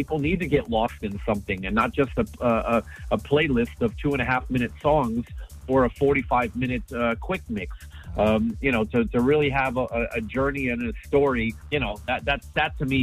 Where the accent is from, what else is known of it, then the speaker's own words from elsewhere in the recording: Germany; English is a second language; now in United States; when I first moved to the USA from Germany, I didn't speak English. So radio was my escape.